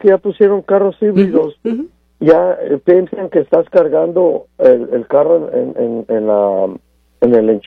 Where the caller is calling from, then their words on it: Tijuana, Baja California, Mexico; Yo vivo en Tijuana. Yo vivo en Tijuana.